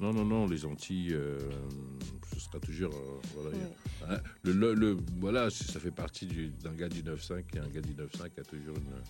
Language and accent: French; DR Congo; Moi, j'ai de la chance, je viens du Congo.